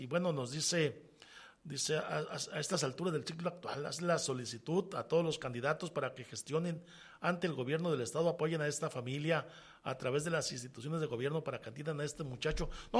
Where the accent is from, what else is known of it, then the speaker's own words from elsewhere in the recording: El Aguaje, Sinaloa, Mexico; de Palos Colorados, a 5 kilómetros de mi pueblo, el Aguaje, Badiraguato.